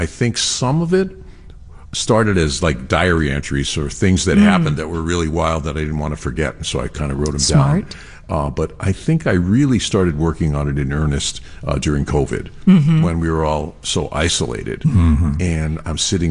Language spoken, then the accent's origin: English; New York, United States; moved away as an adult; I grew up in Brooklyn and Queens